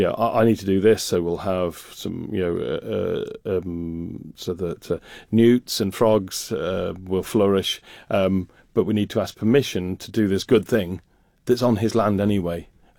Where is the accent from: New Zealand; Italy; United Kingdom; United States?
United Kingdom; Rugby, West Midlands; moved away as an adult; now in Isle of Man; roughly the population of my hometown of Rugby, where I grew up.